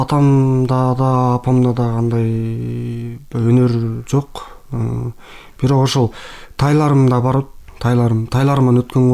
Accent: Bakamai, Issyk-Kul Region, Kyrgyzstan; born or raised there

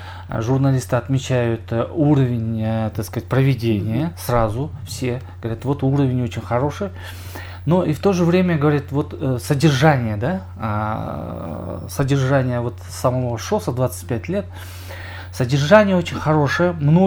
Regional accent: Kyrgyzstan

